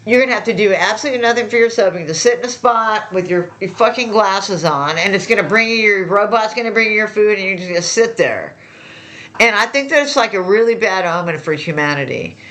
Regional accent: Arizona, United States; I grew up on the border. I grew up on the Arizona border.

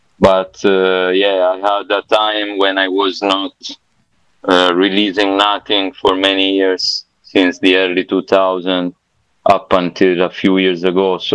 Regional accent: Southern Italy, Italy; We are both from the Deep South. And it's not like being in Milan.

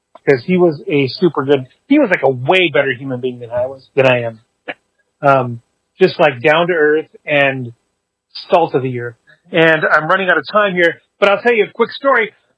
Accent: Seattle, Washington, United States; Okay, so born and raised in Seattle

